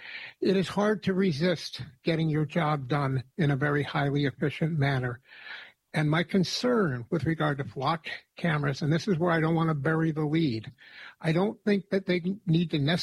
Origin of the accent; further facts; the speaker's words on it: Troy, New York, United States; I'm from Troy originally, and went to Troy High, class of 70.